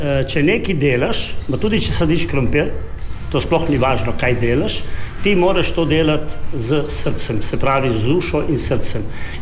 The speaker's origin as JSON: {"language": "Slovenian", "town": "Lig", "region": "Goriška", "country": "Slovenia", "tie": "born there", "said": "jaz nisem Novogoričan, jaz sem doma iz Liga oziroma z Melinko tam v kanalski občini"}